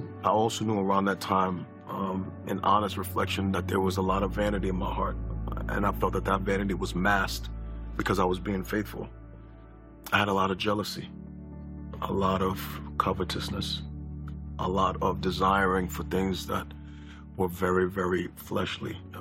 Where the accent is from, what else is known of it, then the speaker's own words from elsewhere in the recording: New York City, New York, United States; Born and raised in Queens, New York. Parents from Trinidad. I was the first person in my family born in the U.S.